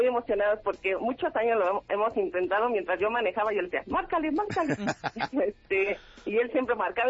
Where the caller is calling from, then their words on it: Tlalnepantla, State of Mexico, Mexico; Desde aquí, de Tlanepantla.